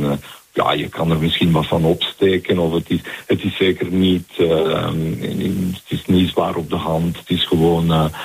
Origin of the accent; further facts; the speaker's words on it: Belgium; als Belgen